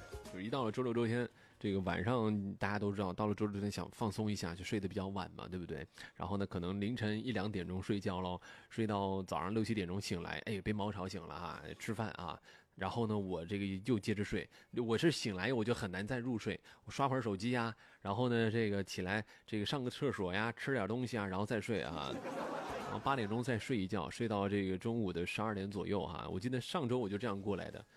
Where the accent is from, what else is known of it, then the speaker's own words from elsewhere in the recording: Pingxiang, Jiangxi, China; moved away; 出差的地方还是我老家哈，去萍乡哈